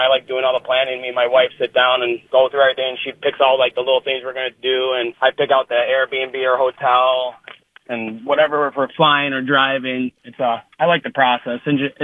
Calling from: Lindenhurst, Illinois, United States; from Lindenhurst.

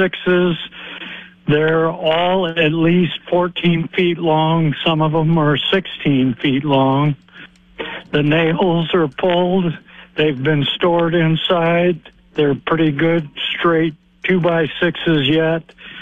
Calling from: Wakefield, Nebraska, United States; from Wakefield.

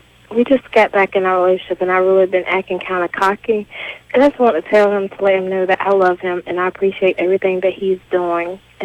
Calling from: United States; I'm calling from Carolina.

